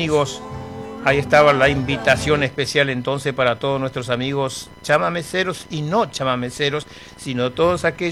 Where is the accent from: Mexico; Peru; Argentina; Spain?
Argentina; Buenos Aires; Yo me crié en Buenos Aires, entre los tangos, rock and roll. Hablo italiano, sí, 9 años con los tanos.